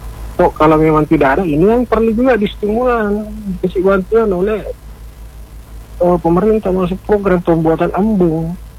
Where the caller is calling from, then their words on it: Parepare, South Sulawesi, Indonesia; Parepare.